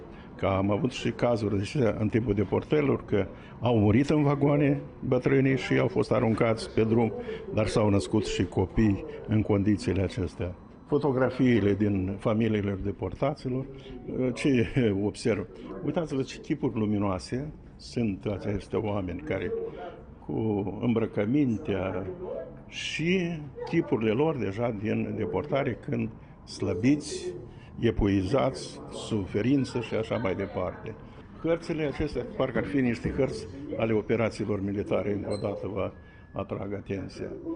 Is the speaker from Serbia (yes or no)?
no; Moldova; noi, ca basarabeni, să trăim și în spațiul nostru etnic de formare, în cadrul României întregite